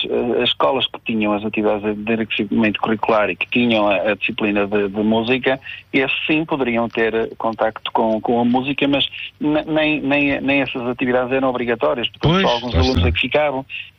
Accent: Portugal; now in Vila Nova de Gaia, Portugal; Eu sou natural de uma aldeia próxima de Castro Bay, Cujó, Castro Bay, mas vivo em Vila Nova de Gaia desde 2011.

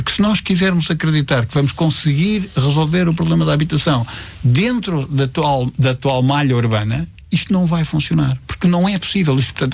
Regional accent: Portugal

